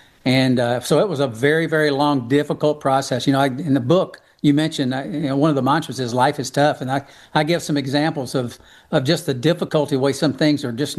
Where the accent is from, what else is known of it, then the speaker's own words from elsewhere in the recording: Tennessee, United States; growing up in the Tennessee, in the volunteer state, you know, we had Tennessee history in 7th grade.